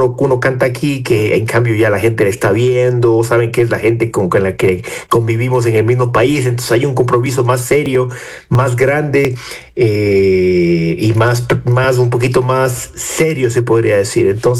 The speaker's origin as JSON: {"language": "Spanish", "town": "Salinas", "region": "Santa Elena", "country": "Ecuador", "tie": "born or raised there", "moved": "yes", "lives_now": "Quito, Ecuador", "said": "El tema de mi tierra, de Ecuador. Yo crecí en Salinas, en la playa, en los 80s, cuando la península de Santa Elena, en esa época península, pues era hermosa, era inocente, era natural, era querida"}